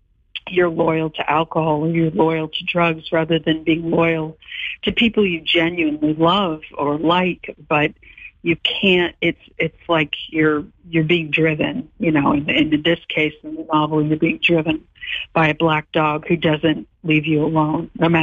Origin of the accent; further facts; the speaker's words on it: Boston, Massachusetts, United States; also born or lived in Brookline; growing up in Brookline and Boston at that time.